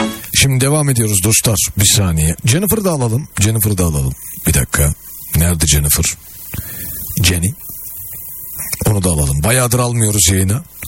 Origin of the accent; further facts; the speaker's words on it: Istanbul, Turkey; Ben dedim İstanbul'da büyüdüm ama. Yani benim de mesela bulunduğum yer köy gibiydi o zamanlar, 80'ler 90'lar falan.